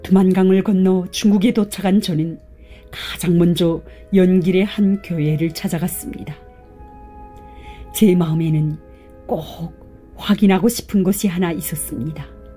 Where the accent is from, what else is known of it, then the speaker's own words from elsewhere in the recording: North Hamgyong, North Korea; born there; moved away as an adult; 저는 북한 함경북도에서 태어나 가족을 잃고 생계를 책임져야 했습니다.